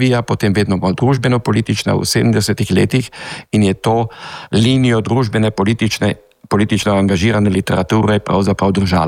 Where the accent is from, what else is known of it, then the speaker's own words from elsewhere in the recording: Carinthia, Austria; Koroški Slovenci pa seveda tega nismo čutili